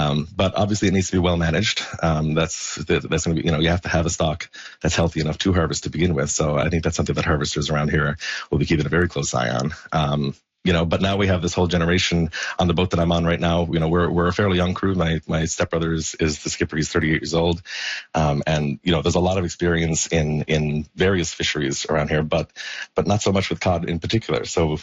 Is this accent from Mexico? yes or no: no; Torres Cove, Newfoundland and Labrador, Canada; I grew up in Torres Cove, which is a little village on the southern shore of the island.